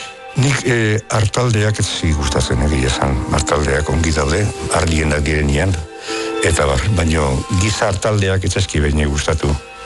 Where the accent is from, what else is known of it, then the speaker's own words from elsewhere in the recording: Orio, Basque Country, Spain; Bueno, ez dakit, nire herria da, nire herria nik hemen egin dut bizitza, beti hemen bizi izan du naiz